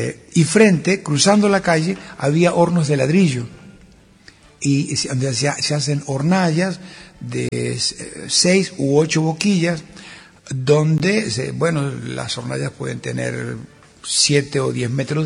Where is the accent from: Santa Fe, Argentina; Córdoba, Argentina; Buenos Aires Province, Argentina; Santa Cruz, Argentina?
Buenos Aires Province, Argentina; Carabelas; en estos días hablando y recordando mi pueblo Carabelas y el barrio donde nací, descubrí por qué le decían Tierra del Fuego a mi barrio.